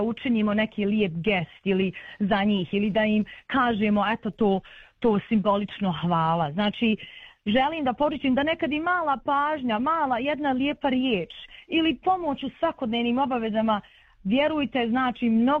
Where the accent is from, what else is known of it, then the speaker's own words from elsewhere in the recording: Srebrenica, Republika Srpska, Bosnia & Herzegovina; pošto lično ja sam iz Srebrenice